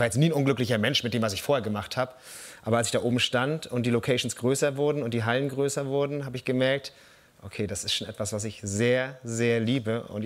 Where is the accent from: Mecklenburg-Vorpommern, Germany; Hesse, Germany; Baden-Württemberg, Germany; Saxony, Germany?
Mecklenburg-Vorpommern, Germany; Und unter den Norddeutschen sind wir Mecklenburger schon noch mal die Ultras.